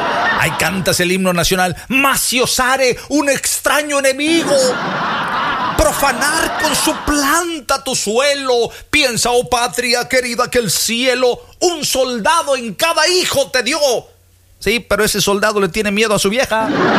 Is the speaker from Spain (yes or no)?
no; Mexico; los que somos mexicanos